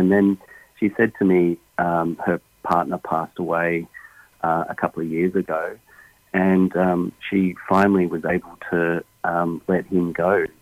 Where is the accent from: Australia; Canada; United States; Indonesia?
Australia; And I guess you can draw from being an Australian and, you know, the Aboriginal song lines to the Tibetan bowls.